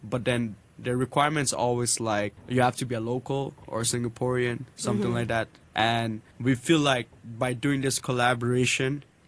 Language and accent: English; Bangladesh; I don't know much about my home country, Bangladesh